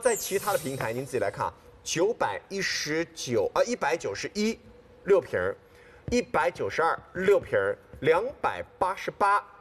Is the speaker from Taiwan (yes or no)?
no; Shanghai, China; 这是我们上海人的独有的浪漫